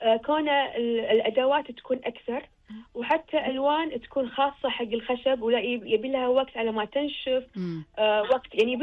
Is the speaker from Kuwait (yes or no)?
yes; Kuwait; كوني انا من الكويت